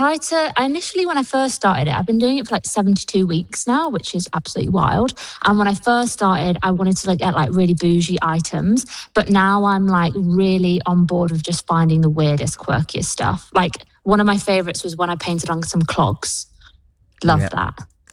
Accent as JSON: {"language": "English", "region": "North West England", "country": "United Kingdom", "tie": "born or raised there", "said": "I grew up like in Cheshire way, and I remember my mum used to take me to Knutsford, where all like the posher area"}